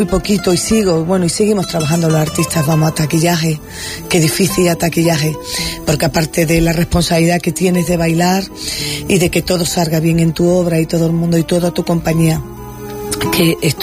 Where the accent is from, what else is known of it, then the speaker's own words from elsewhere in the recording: Málaga, Andalusia, Spain; Málaga es mi casa.